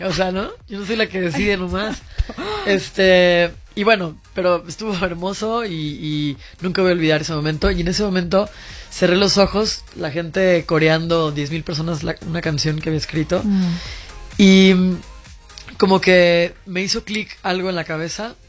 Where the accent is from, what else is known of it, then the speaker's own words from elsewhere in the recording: Mexico; moved away as an adult; also born or lived in Guadalajara; Sí, estudié música, me fui a Guadalajara a estudiar música. Yo soy de La Baja.